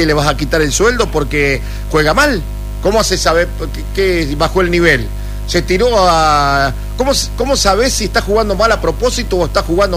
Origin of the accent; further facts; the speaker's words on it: Argentina; Como somos nosotros los argentinos, que una vez que estamos en un lugar queremos, si vamos a jugar por algo, queremos ganar.